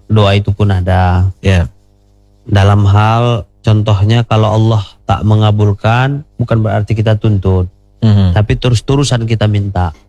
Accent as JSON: {"language": "Indonesian", "town": "Sibolga", "region": "North Sumatra", "country": "Indonesia", "tie": "born there", "said": "Nah kemudian karena memang kita terlahirnya di Sibolga, kita"}